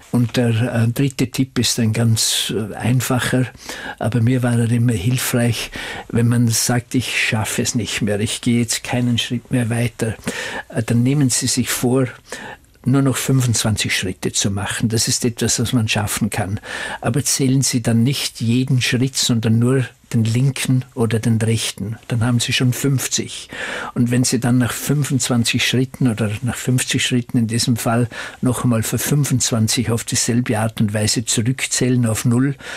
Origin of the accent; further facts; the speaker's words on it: Vorarlberg, Austria; Na, als Vorarlberger natürlich unsere Nationalspeise. Das sind Käsknöpfle, wie das heißt.